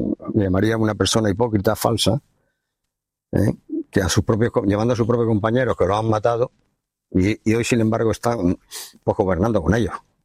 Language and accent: Spanish; Basque Country, Spain; Euskadi. Entonces, yo ya lo vi un poco venir. Entonces yo decidí irme a mi tierra, que es donde tenía que hacer. Mi vocación debe ser a Guardia Civil, y yo mi trabajo quería desempeñarlo en mi tierra, no en otro sitio.